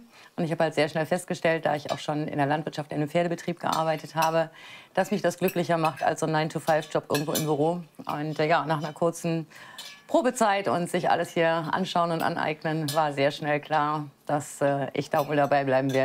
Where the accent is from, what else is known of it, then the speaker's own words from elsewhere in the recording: Emminghausen, Germany; Ich bin hier in Emminghausen aufgewachsen